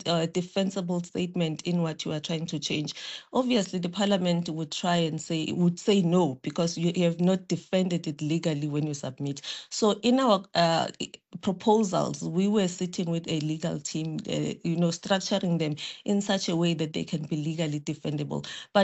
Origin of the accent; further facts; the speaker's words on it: South Africa; being a South African